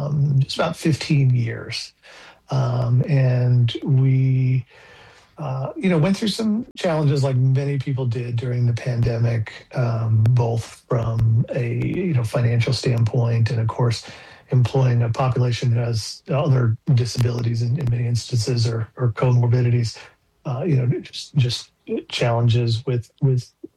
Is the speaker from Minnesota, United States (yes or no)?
yes; Minnesota, United States; Yeah, so I grew up in Minnesota.